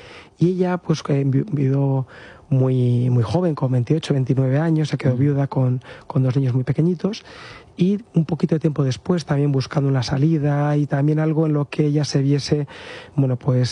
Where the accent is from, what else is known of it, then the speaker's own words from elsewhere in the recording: Madrid, Community of Madrid, Spain; yo nací en Madrid, mi familia, desde que nacimos mi hermano y yo, vivimos en Madrid. Lo que pasa es que vivíamos a las afueras, en una urbanización